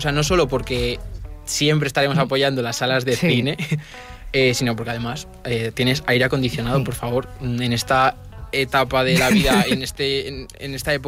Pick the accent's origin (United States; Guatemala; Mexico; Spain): Spain; Orihuela, Aragon; moved away; en mi pueblo, sobre todo, en Orihuela.